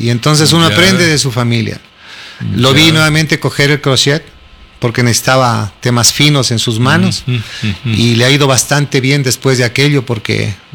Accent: Loja, Ecuador; Yo soy de la Tebaida. Yo siempre digo, soy un cholo filático de la Tebaida

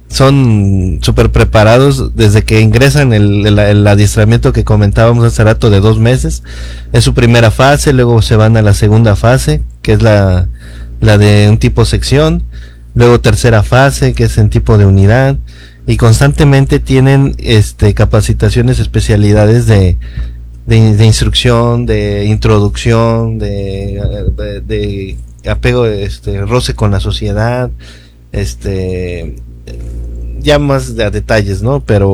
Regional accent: Mexico City, Mexico; Ah, sí, yo soy de allá, de la Ciudad de México.

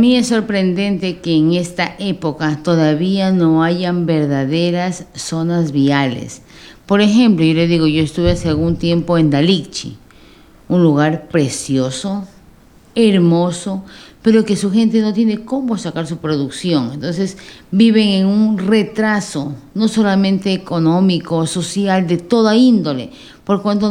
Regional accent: El Oro, Ecuador

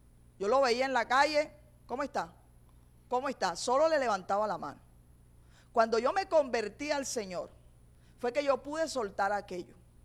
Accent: Caribbean coast, Colombia; lo que nosotros decimos como costeño

